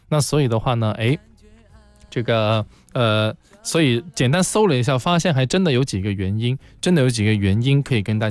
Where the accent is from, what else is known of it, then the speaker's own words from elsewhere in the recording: Guangzhou, Guangdong, China; 我是广州人来噶